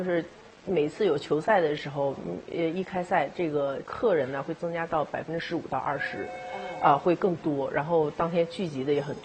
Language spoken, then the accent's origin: Chinese; Jiangsu, China; 我作为一个江苏人